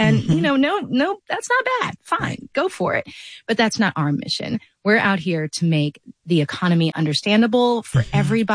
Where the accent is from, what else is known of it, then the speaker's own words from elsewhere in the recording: St. Louis, Missouri, United States; I grew up in St. Louis, Missouri, where we had extreme racial, economic, and class divides that were visible all the time.